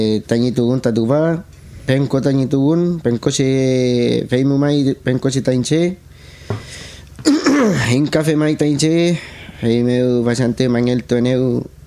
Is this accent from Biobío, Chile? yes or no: yes; Penco, Biobío, Chile; born or raised there; also born or lived in Chiguayante